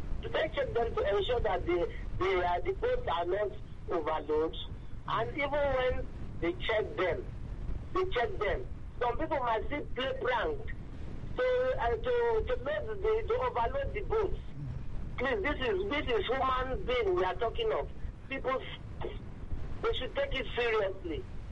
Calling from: Ibeju-Lekki, Lagos, Nigeria; I'm calling from Ibejuleki.

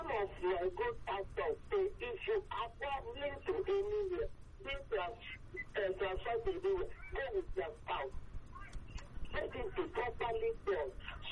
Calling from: Ikorodu, Lagos, Nigeria; But I'm here from Ikorodu.

